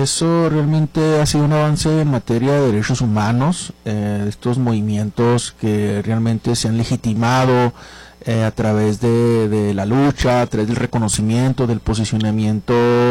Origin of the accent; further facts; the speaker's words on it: Mexico; Y como mexicanos pues vemos una sociedad clasista